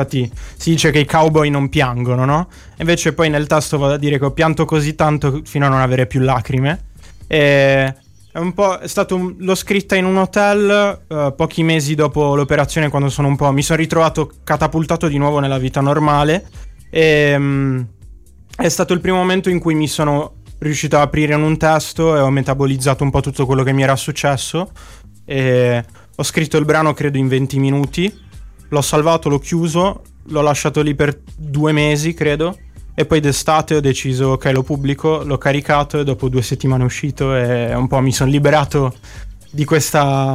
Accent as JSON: {"language": "Italian", "region": "Sardinia", "country": "Italy", "said": "Io dico sempre che sono sardo e poi dico in Italia"}